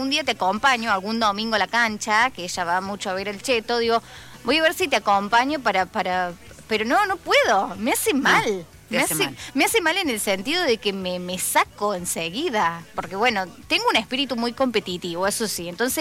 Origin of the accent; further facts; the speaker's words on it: Argentina; seamos unidos como argentinos.